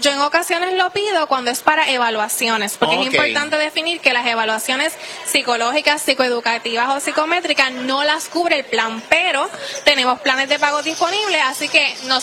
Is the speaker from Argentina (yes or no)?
no; Moca, Puerto Rico; Yo soy de Moca.